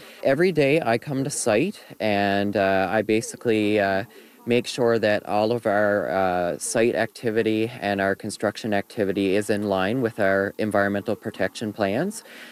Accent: St. George's, Newfoundland and Labrador, Canada; I'm from St. George's, yeah.

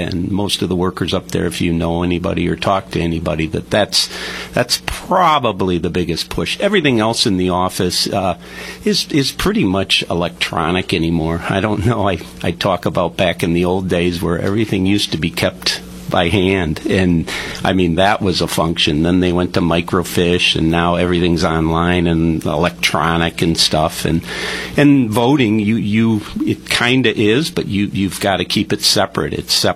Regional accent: Ottawa, Illinois, United States; I was born and raised here in Ottawa, a lifelong member of LaSalle County, and just grew up down the street here.

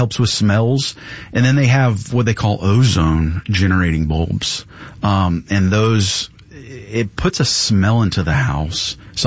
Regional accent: Florida, United States; moved away; I told you guys earlier that I'm from Florida. When I moved up here

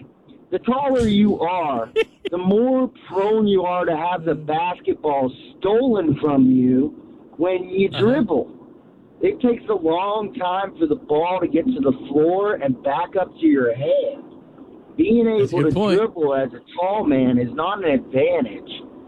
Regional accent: Youngstown, Ohio, United States; I'm from Youngstown, Ohio.

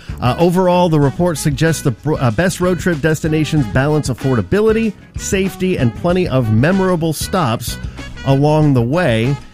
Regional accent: Illinois, United States; Illinois is my home state. That's where I was born.

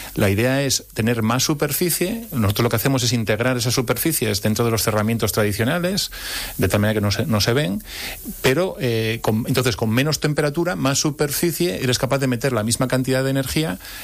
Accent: Asturias, Spain; yo soy asturiano y aquí no hay sol. Y aquí está lloviendo continuamente.

